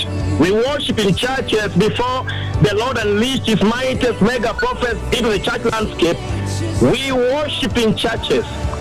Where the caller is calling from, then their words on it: Goma, North Kivu, DR Congo; I'm calling from Goma.